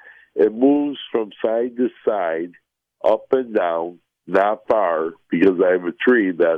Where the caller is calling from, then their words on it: Euclid, Ohio, United States; I live in Euclid, Ohio. It's outside of Cleveland. It's right on Lake Erie. I'm about 20 houses up from Lake Erie.